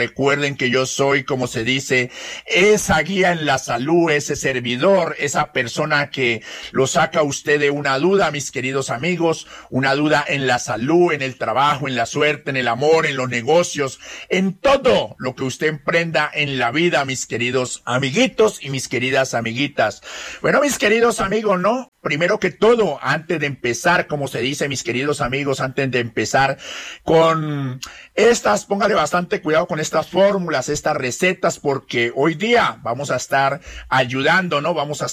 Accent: Putumayo, Colombia; esta emisora llega hasta acá, mi tierra, acá el Putumayo.

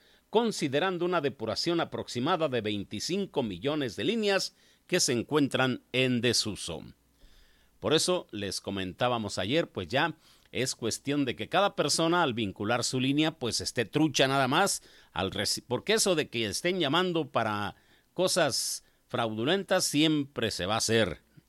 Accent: Mexico; casi somos todos los mexicanos

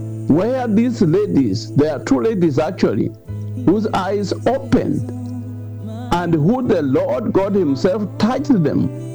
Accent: Kenya; I've been so ashamed as a Kenyan

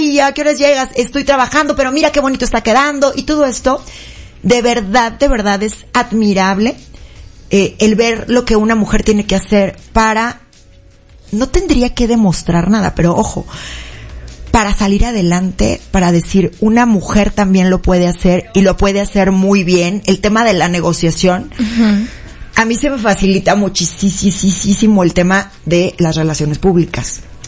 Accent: Guadalajara, Jalisco, Mexico; Yo soy tapatía 100% y amo Guadalajara

